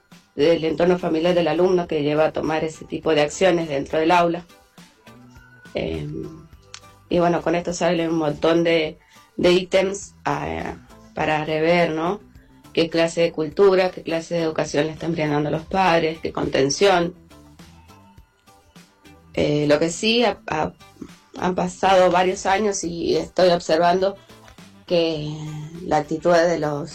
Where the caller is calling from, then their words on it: San Juan, Argentina; buenas noches desde San Juan.